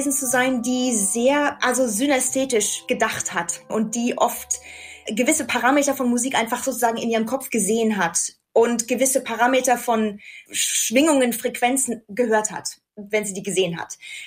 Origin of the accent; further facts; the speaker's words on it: Munich, Bavaria, Germany; moved away as an adult; also born or lived in Heidelberg / London; now in Manchester, United Kingdom; ich bin also ursprünglich aus München